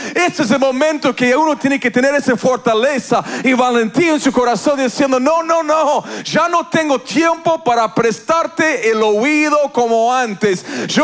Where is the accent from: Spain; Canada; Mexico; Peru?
Canada; moved away as an adult; now in Argentina; Vuelvo a Canadá. Y ya hace 18 años que vivo acá. Y te digo, casi soy más argentino que canadiense ahora.